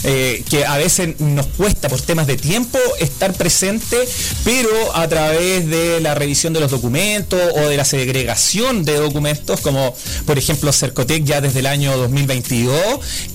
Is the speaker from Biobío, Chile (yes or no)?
yes; Coronel, Biobío, Chile; Yo soy coronelino, contaba ahí cuando llegué, ¿no es cierto?, que gran parte de mi infancia la pasé aquí en Radio Dinámica